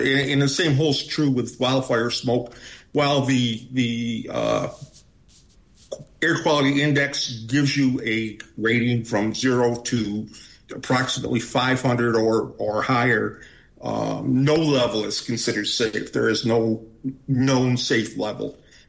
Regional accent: Syracuse, New York, United States; moved away as an adult; now in Manistee, United States; I grew up in Syracuse, New York

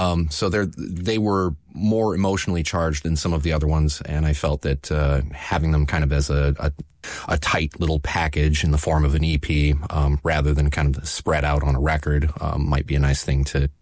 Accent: Kalamazoo, Michigan, United States; moved away as an adult; when I first came to town here, I didn't necessarily feel comfortable playing a lot of the louder punk rock that I had been used to in my hometown of Kalamazoo.

